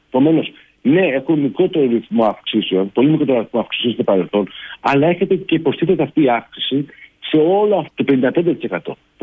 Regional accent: Patras, Western Greece, Greece; Δεν θα πάω στους πολιτικούς μηχανικούς Αθήνας, θα πάω στην Πάτρα, που είμαι από την Πάτρα.

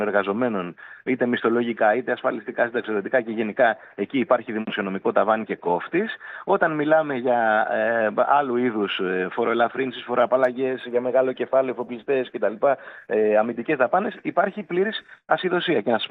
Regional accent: Kalamata, Peloponnese, Greece; moved away; Εγώ το νοσοκομείο της Καλαμάτας το ξέρω καλύτερα από το σπίτι μου. Γιατί έχω δουλέψει, γιατί είναι η πατρίδα μου, γιατί μένουν οι γονείς μου και η οικογένειά μου εκεί.

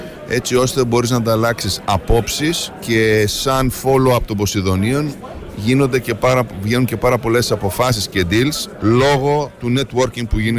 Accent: Greece

